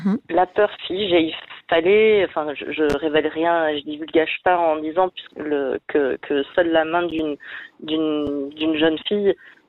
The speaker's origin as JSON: {"language": "French", "region": "Provence-Alpes-Côte d'Azur", "country": "France", "tie": "born or raised there", "said": "J'ai grandi dans les Hautes-Alpes et un rapport très, très concret, très direct et très libre avec les éléments"}